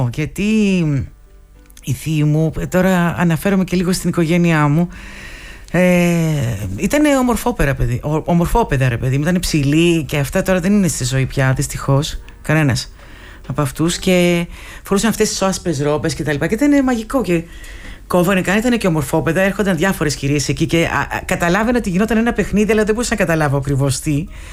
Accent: Kalamata, Peloponnese, Greece; moved away as an adult; also born or lived in Rome / Mani; now in Athens, Greece; Έφυγα από την Καλαμάτα για σπουδές, πήγα στη Ρώμη, έγινα διερμηνέας.

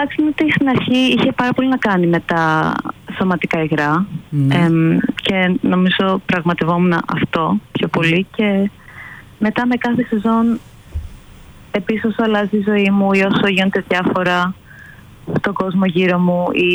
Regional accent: Greece; now in London, United Kingdom; Εγώ είμαι Ελληνίδα, αλλά μένω στο Λονδίνο.

